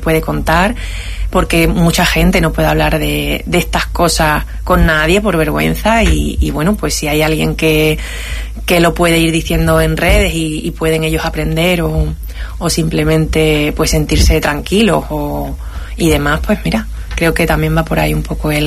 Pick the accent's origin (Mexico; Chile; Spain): Spain; Ceuta; Quería tener mi apellido es muy común y quería tener algo que me atara a mi tierra, y oye, pues mira, Benzú.